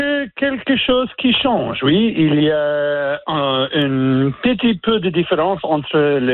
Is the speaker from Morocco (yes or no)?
no; Newfoundland and Labrador, Canada; par exemple, chez moi, en Terre-Neuve-Labrador, il y a un peu plus de programmes pour quelques gens qui ont la pauvreté